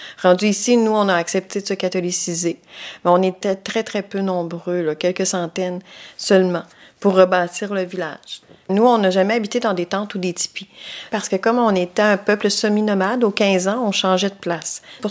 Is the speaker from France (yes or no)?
no; Wendake, Quebec, Canada